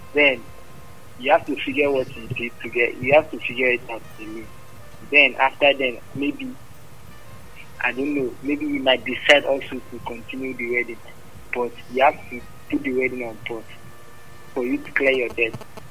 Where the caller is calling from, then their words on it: Calabar, Cross River, Nigeria; I'm calling from Calabar.